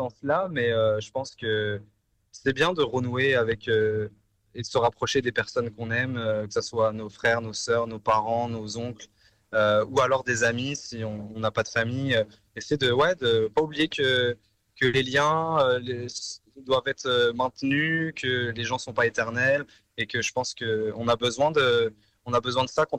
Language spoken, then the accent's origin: French; France; moved away as an adult; now in Montreal, Canada; Ouais, ça fait 10 ans que je suis à Montréal, mais étant d'origine française, je me permets de faire ces allers-retours.